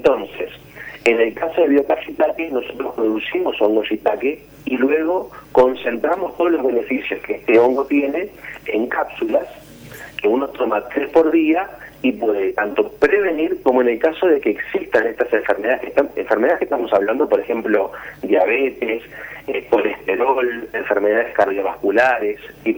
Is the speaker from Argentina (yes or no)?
no; Uruguay